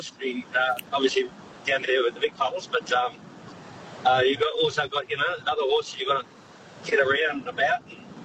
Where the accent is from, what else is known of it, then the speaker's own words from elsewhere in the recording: Wyong, New South Wales, Australia; Yeah, on our way back down to Wyong. I come from Wyong, and we took a runner up to Brisbane yesterday.